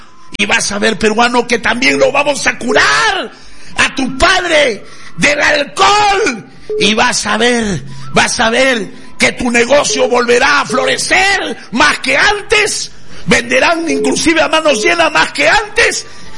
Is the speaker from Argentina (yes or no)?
no; Mexico; now in Peru; dime que soy un mexicano mentiroso, un charlatán, un fanfarrón